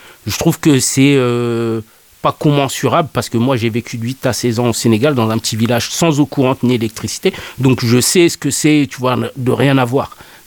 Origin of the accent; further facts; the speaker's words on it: France; born there; je suis né en France, je me sens français